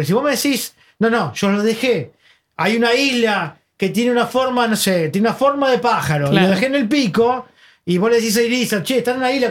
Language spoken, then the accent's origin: Spanish; Buenos Aires, Argentina; Porque soy de Buenos Aires.